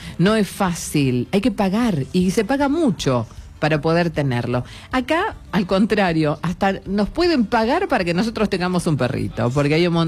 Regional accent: Argentina; como esos perrijos que nosotros en Argentina los consideramos parte de.

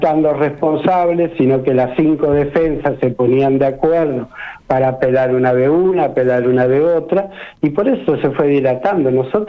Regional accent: Santa Fe, Argentina; nosotros tenemos derecho a saber la verdad como ciudadano santafesino.

